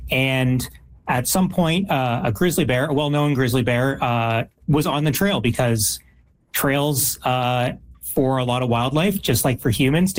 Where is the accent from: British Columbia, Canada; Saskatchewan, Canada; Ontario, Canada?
Ontario, Canada; moved away; I'm from Ontario